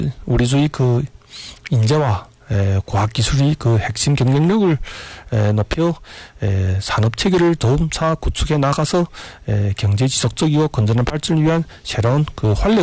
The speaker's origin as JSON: {"language": "Korean", "area": "Yanbian", "region": "Jilin", "country": "China"}